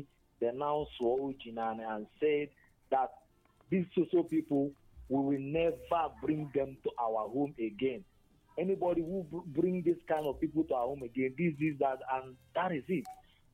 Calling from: Enugu State, Nigeria; I've been in Enugu State for getting to 20 years now

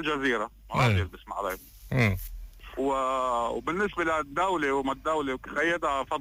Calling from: Baalbek, Baalbek-Hermel, Lebanon

